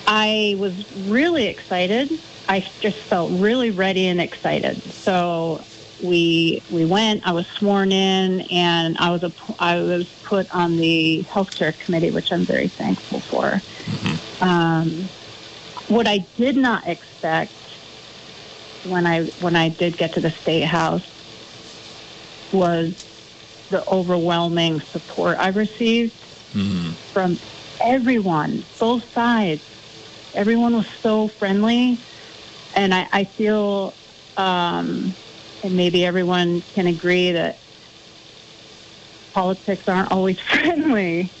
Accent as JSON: {"language": "English", "town": "Clarendon", "region": "Vermont", "country": "United States", "tie": "born or raised there", "lives_now": "Mendon, United States", "said": "I am a Vermonter. I grew up in Clarendon, Vermont. We moved to Mendon in 2014, right before my youngest daughter was born."}